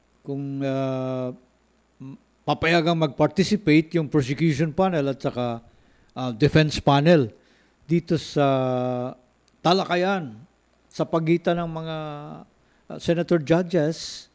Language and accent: Tagalog; Mindanao, Philippines; Taga Mindanao po ako.